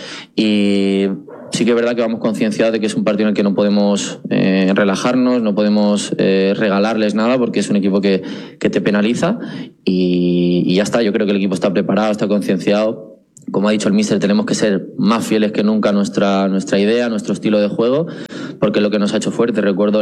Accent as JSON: {"language": "Spanish", "region": "Catalonia", "country": "Spain", "tie": "born or raised there", "moved": "as an adult"}